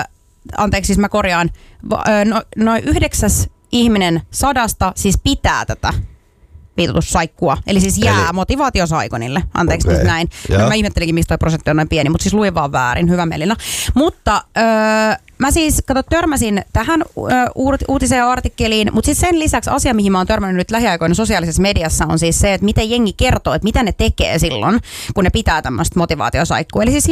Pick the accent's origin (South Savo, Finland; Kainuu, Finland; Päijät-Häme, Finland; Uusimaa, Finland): Päijät-Häme, Finland; Lahti; mä oon Lahdesta kotoisin